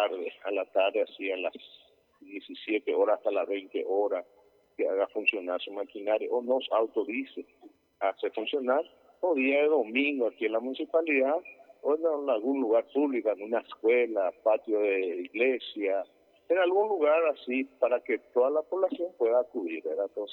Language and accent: Spanish; Argentina; No, no es porque somos argentinos y perseguimos a nadie